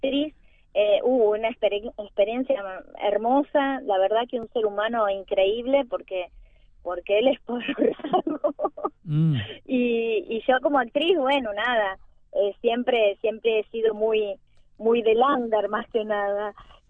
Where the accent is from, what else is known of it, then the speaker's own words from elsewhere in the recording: Rosario, Santa Fe, Argentina; mi ciudad natal es Rosario.